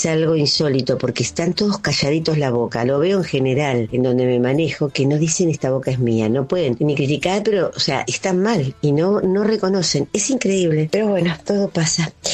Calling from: Buenos Aires, Argentina; de Villaluro

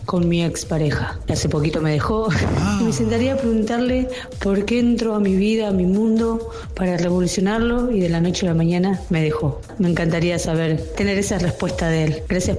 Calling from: Garín, Buenos Aires Province, Argentina; de Garín.

